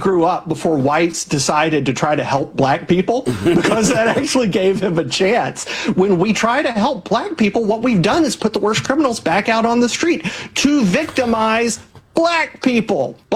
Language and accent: English; Memphis, Tennessee, United States; born there; Memphis is kind of my hometown.